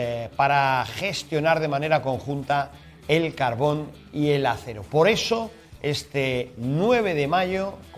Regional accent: Andalusia, Spain; como ciudadanos españoles, andaluces y europeos que somos.

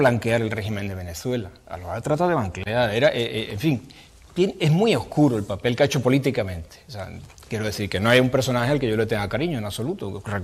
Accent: Spain

